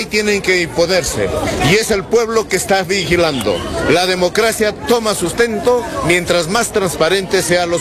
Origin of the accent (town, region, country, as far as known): Cajamarca, Peru; also born or lived in Sócota